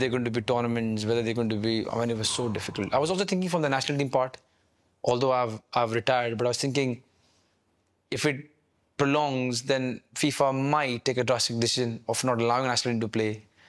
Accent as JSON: {"language": "English", "country": "India", "said": "As an Indian"}